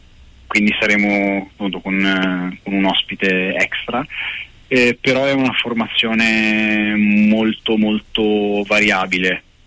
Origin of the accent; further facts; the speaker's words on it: Tuscany, Italy; now in Milan, Italy; No, io sono toscano. Milano ormai da 13 anni più o meno.